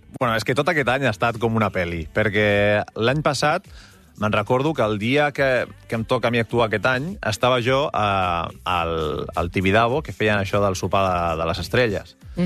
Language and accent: Catalan; Tarragona, Catalonia, Spain; born or raised there; also born or lived in Valladolid